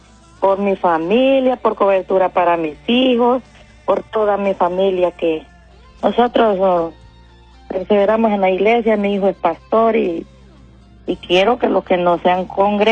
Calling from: Comayagua, Honduras; Ocomán pertenece a Tabulabeque, que es municipio, y el departamento es de Comayagua.

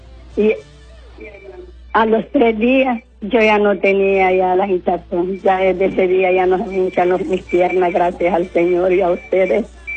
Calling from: Puerto Cortés, Cortés, Honduras; Soy reina de Puerto Cortés.

